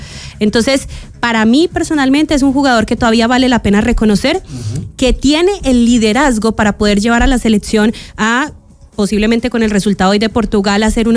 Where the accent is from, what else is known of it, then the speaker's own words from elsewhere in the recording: Colombia; now in Chile; Nosotros los colombianos somos muy de el boca a boca